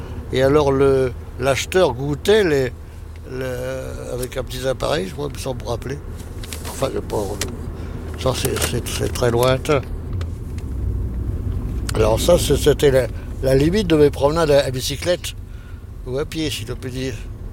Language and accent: French; Paris, Île-de-France, France; born there; Mais non, je vous dis, je suis né à Paris, rue Cardinal Lemoine. Mais il n'y a pas encore de plaque sur la maison.